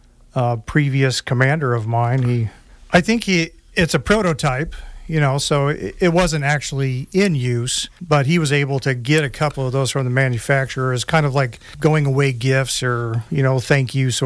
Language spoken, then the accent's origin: English; Wyoming, United States; I grew up kind of in the grasslands of northeastern Wyoming.